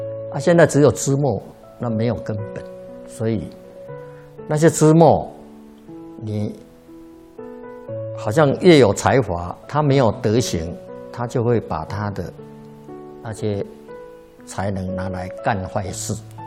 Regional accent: China; 所以现在我们中国人就是学西方的那种教学方式啊

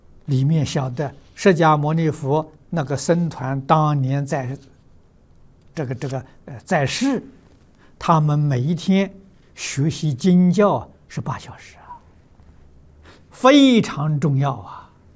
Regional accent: China; 我们中国人

